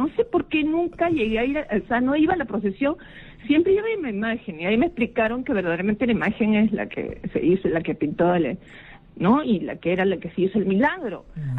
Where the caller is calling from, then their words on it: Lima, Peru; Llamo de San Juan de Miraflores.